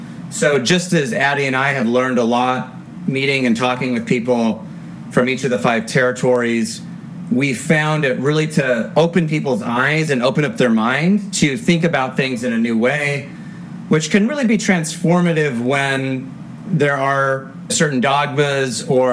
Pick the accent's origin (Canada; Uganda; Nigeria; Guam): Guam; I guess similar to yourself, I say, oh, I'm from Guam.